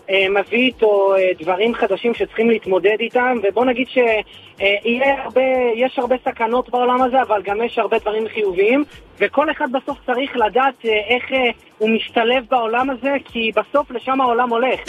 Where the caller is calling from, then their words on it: Rehovot, Central District, Israel; אני מרחובות.